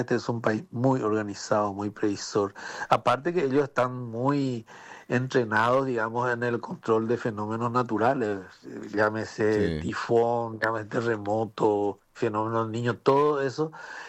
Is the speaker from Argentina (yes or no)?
no; Paraguay; moved away as an adult; now in Taiwan